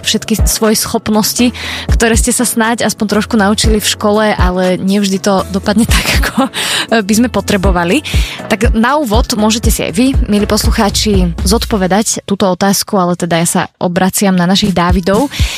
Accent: Bratislava, Bratislava Region, Slovakia; ja ako Bratislavčan sa ledva na východe dohovorím

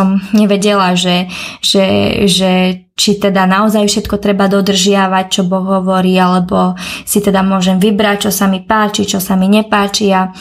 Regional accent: Nové Zámky, Nitra Region, Slovakia; born there; now in Bratislava, Slovakia; vyrastala som ako jedináčik v kresťanskej rodine. Narodila som sa v Nových Zámkoch, potom sme sa presťahovali do iného mesta a teraz bývam už pomaly 8 či 9 rok v Bratislave.

